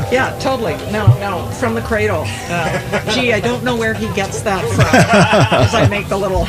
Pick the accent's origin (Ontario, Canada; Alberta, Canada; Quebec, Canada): Quebec, Canada; moved away; Okay, I'm from Quebec